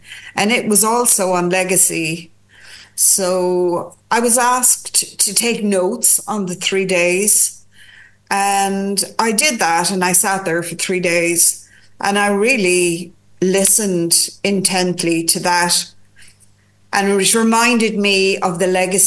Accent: Ireland; I'm Irish

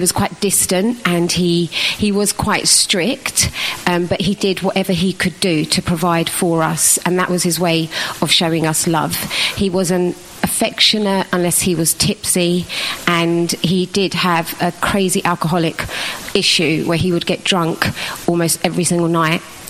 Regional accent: London, United Kingdom; So I grew up in East London, and my family were brought up, like my family were a Hindu background, and so when I grew up there was a lot of just Hinduism around

